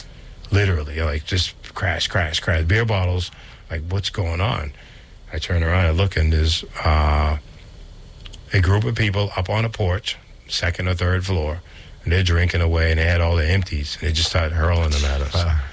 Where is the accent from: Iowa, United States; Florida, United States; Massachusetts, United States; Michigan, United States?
Massachusetts, United States; Roxbury; I was bus from Roxbury out to Lexington.